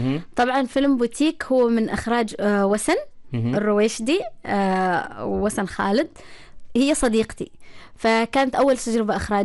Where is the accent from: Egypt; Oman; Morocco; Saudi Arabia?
Oman; عندنا في عمان